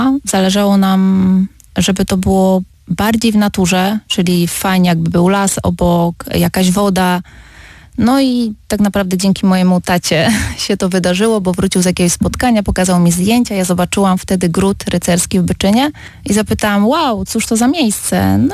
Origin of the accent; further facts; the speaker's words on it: Opole, Opole Voivodeship, Poland; Opole to jest moje miasto rodzinne.